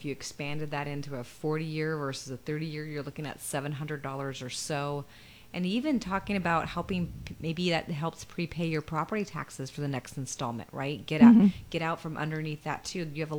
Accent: Louisiana, United States; I'm from Louisiana.

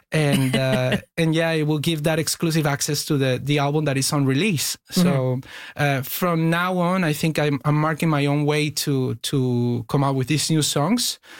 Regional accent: Venezuela; now in Canada; Like I grew up in Venezuela listening to pop Anglo music

